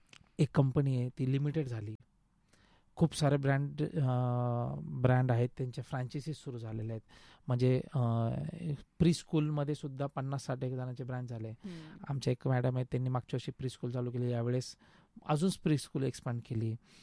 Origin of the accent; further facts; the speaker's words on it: Ahilyanagar, Maharashtra, India; moved away; मी अहिल्या नगरचाच आहे